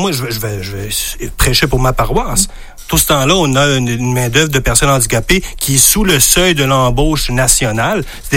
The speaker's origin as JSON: {"language": "French", "country": "France", "lives_now": "Quebec, Canada", "said": "Moi, je viens de la France, là."}